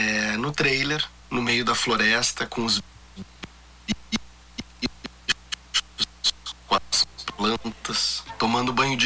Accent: South Region, Brazil; moved away as an adult; also born or lived in Rio de Janeiro; eu sou do Sul.

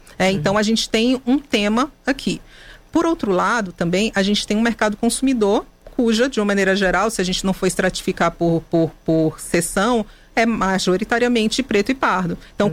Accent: Ceará, Brazil

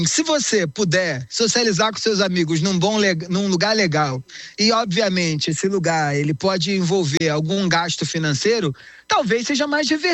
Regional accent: Rio de Janeiro, Brazil; E eu venho de uma cidade, né? Eu sou carioca. Uhum. Eu venho de uma cidade onde os amigos são compartimentados, assim.

